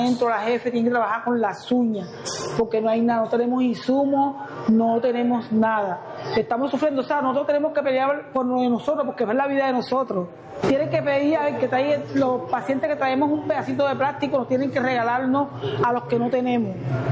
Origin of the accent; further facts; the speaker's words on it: San Andrés, San Andrés and Providencia, Colombia; soy aquí de San Andrés.